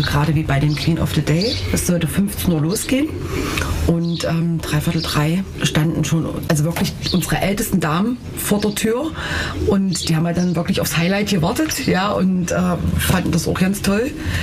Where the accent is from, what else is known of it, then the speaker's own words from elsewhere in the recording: Naundorf, Germany; now in Lettewitz, Germany; Na und ich wohne seit 16 Jahren in Lettewitz, bin ursprünglich aus Naundorf.